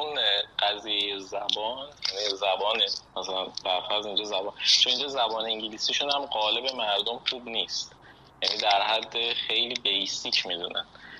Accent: Turkey; بهم گفت کجایی هستی، گفتم ترکیه.

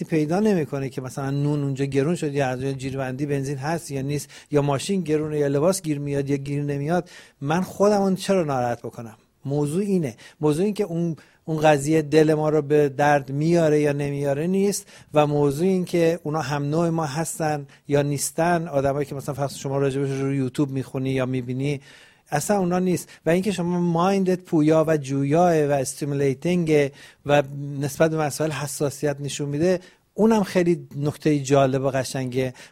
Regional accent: Iran; moved away; من از موقعی که از ایران اومدم بیرون، با کمال احترام به تمام کسای اونجا

